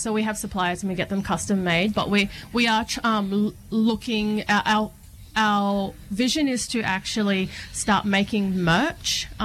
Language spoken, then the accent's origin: English; Cairns, Queensland, Australia; now in Brisbane, Australia; I grew up in Cairns, up in North Queensland. I live here now in Brisbane. But my mob is Jitterbal, Cookie LNG, Oompala and Birriggubba. So you could say that I'm as North Queensland as you can get.